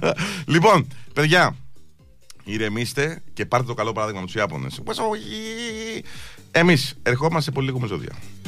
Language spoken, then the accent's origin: Greek; Greece; Νομίζω σαν Έλληνας